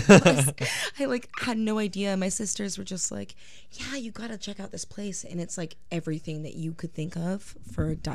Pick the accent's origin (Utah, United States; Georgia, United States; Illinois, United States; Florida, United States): Utah, United States; Millcreek; I grew up in Mill Creek